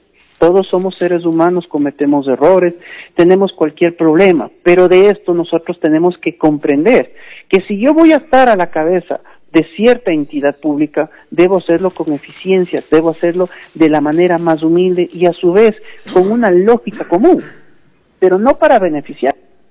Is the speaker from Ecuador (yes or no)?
yes; Ecuador; nosotros como ecuatorianos